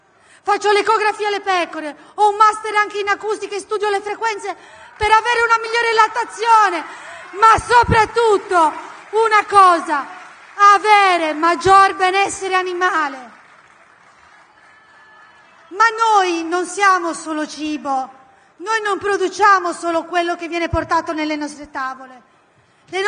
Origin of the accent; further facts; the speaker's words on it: Sardinia, Italy; Sono qui con l'orgoglio, con la fierezza della mia terra, la Sardegna